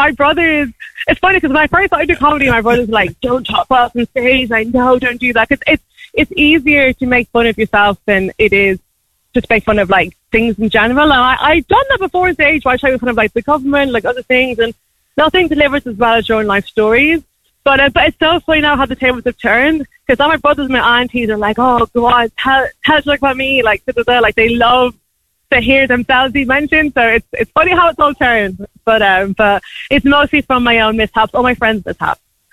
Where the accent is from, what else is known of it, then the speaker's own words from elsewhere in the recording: Tullamore, Leinster, Ireland; also born or lived in Bermuda; I'm from Tullamore myself